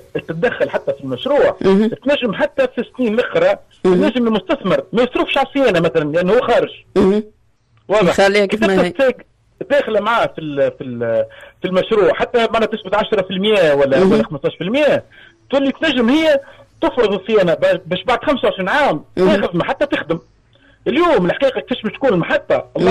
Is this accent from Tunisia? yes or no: yes; Tunisia; عندنا في تونس